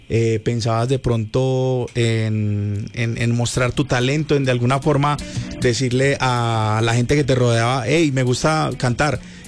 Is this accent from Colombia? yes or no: yes; Antioquia, Colombia; now in Bogotá, Colombia; nosotros los paisas